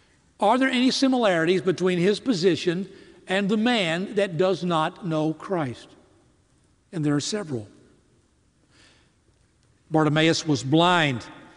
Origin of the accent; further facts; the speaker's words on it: Greensboro, North Carolina, United States; I'm from Greensboro, North Carolina, so give me this liberty with this statement.